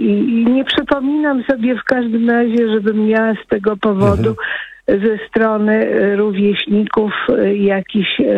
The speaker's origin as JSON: {"language": "Polish", "town": "Gdańsk", "region": "Pomeranian Voivodeship", "country": "Poland", "tie": "born or raised there", "first_language": "Kashubian", "second_language": "Polish", "moved": "as an adult", "lives_now": "Słupno, Poland", "said": "w tej chwili mieszkam w Słupnie pod Płockiem, natomiast wychowałam się, urodziłam w Gdańsku i pochodzę z Kaszub. I no tutaj trafiłam, ponieważ mój mąż studiował w Gdańsku i dostał nakaz pracy."}